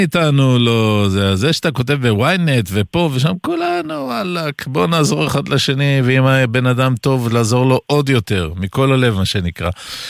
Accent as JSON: {"language": "Hebrew", "town": "Sderot", "region": "Southern District", "country": "Israel", "said": "אני לא יודע, אני דרומי, אבל אני מרוקאי, אני מסדרות, זה מרוקו, זה פחות טוניזאים."}